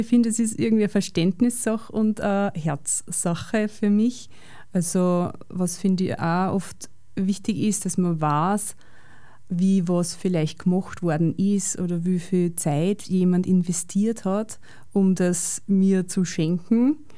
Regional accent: Steyr, Upper Austria, Austria; born there; now in Linz, Austria; Ich bin in Steyr geboren und habe dann sehr bald meinen Freund und meinen jetzigen Mann kennengelernt.

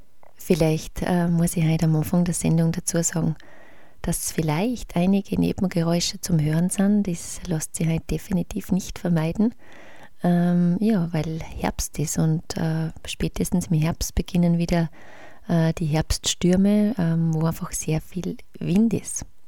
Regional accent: Austria; moved away

